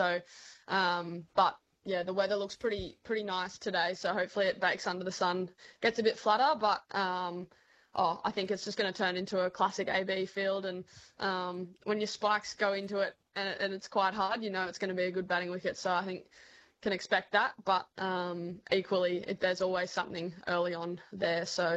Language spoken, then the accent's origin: English; Sydney, New South Wales, Australia; I'm very excited to get back to Sydney, play in front of my home crowd.